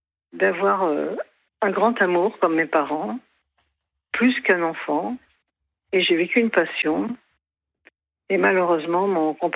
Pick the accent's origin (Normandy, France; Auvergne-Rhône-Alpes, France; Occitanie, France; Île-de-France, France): Île-de-France, France; Paris; born there; also born or lived in Germany; Et donc, mon pays, c'est Paris. Je suis née à Paris et... C'est vraiment Paris.